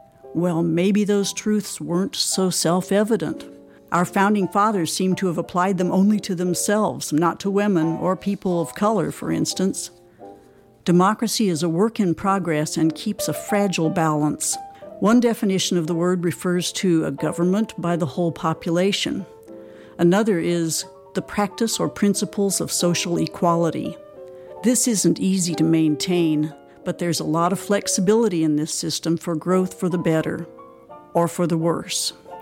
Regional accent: United States; I am an American.

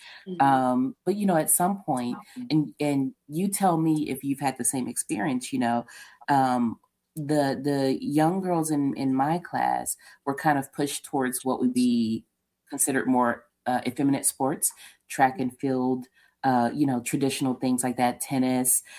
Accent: the South, United States; I come from the South. I come from a pretty structured upbringing.

